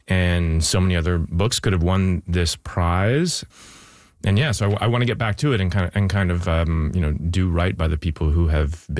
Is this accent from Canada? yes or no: yes; New Westminster, British Columbia, Canada; I'm from New Westminste